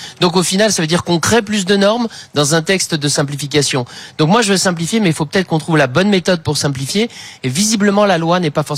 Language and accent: French; Chalon-sur-Saône, Bourgogne-Franche-Comté, France; Chez moi à Chalon-sur-Saône